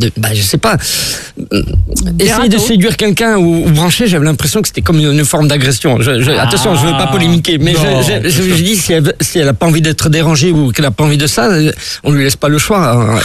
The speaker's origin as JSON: {"language": "French", "town": "Bastia", "region": "Corsica", "country": "France", "tie": "born or raised there", "said": "Non, j'ai grandi à Bastia."}